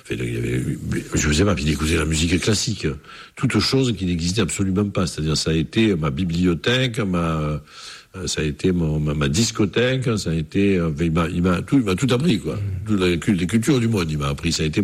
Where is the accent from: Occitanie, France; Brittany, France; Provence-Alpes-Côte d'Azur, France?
Provence-Alpes-Côte d'Azur, France; Marseille; Et je n'étais même pas marseillais, j'étais de l'Estac, hein, enfin, j'étais de ce quartier-là.